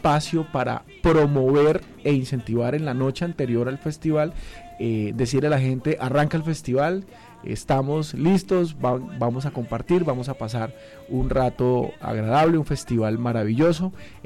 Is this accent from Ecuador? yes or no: no; San Carlos de Guaroa, Meta, Colombia